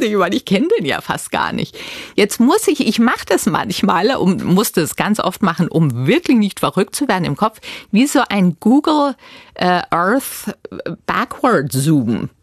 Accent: Bavaria, Germany; ich bin in Bayern aufgewachsen

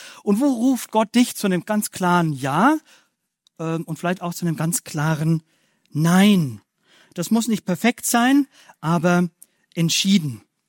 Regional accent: Bavaria, Germany; Bei mir, ich komme so aus dem Bayerischen, Fränkischen, habe ich ja schon gesagt, da hieß es immer, was sagt Leute?

